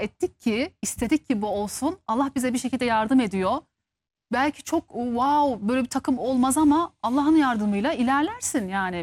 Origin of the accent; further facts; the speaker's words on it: Germany; moved away; ben Almanya'da doğdum büyüdüm.